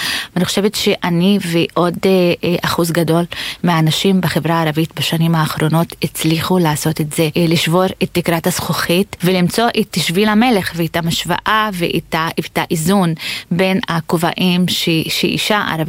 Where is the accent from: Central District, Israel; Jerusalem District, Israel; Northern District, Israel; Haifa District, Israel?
Haifa District, Israel; Baqa al-Gharbiyye; born there; נולדתי בבקה אל גרבייה